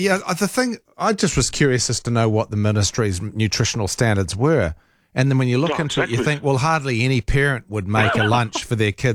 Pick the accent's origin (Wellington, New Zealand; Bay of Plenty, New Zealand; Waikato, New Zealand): Bay of Plenty, New Zealand; Rotorua; Like, actually, I grew up in Rotorua. My parents built a house there.